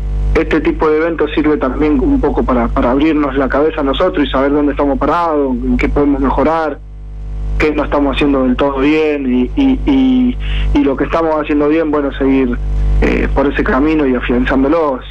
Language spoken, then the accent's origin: Spanish; Casilda, Santa Fe, Argentina; éramos de Casilda